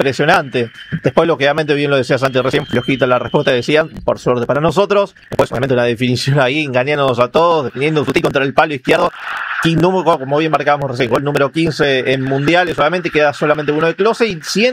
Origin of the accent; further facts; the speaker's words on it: Argentina; Ojo que soy argentina, Nacho.